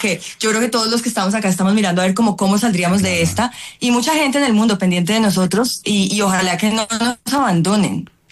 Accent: Colombia; y que como colombianos los ayudemos

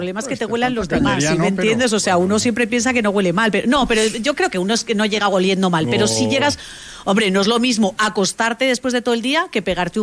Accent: Spain; now in Medellín, Colombia; yo que soy española

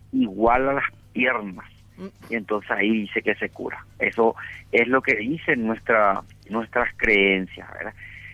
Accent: Paraguay; nos mantiene vivos como paraguayos

